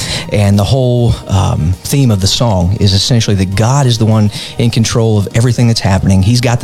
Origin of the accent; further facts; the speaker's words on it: Indiana, United States; We are from Central Indiana. We're about 30 minutes east of Indianapolis, and so we're Hoosiers through and through.